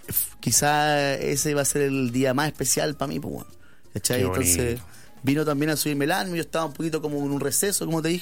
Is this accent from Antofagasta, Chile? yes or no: no; Lota, Biobío, Chile; now in Santiago, Chile; Partimos en Lota, mi mamá vive en Coronel y yo vivo en Santiago, pero vengo siempre para acá.